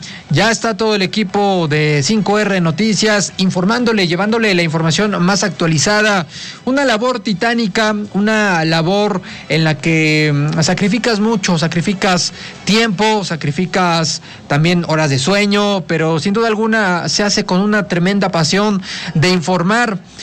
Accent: Mexico

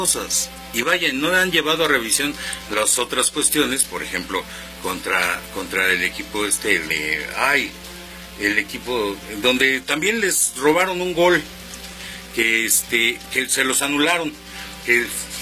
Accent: Mexico

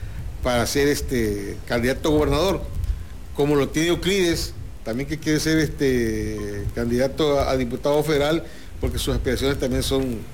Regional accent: Tabasco, Mexico; cómo somos los tabasqueños

